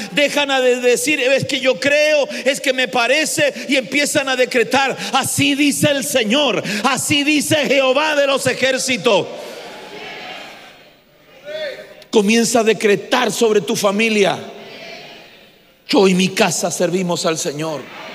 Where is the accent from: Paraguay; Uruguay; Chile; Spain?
Chile; ahí estaba hablando de Chile, ahí estaba hablando de mi tierra